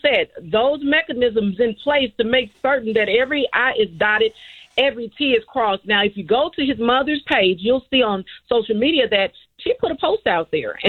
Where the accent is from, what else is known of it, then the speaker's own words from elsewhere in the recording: Indianola, Mississippi, United States; Indianola, Mississippi.